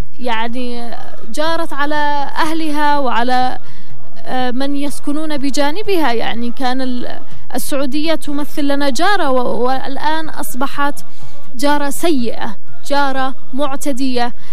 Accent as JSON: {"language": "Arabic", "country": "Yemen", "said": "بالنسبة لنا كيمنيين"}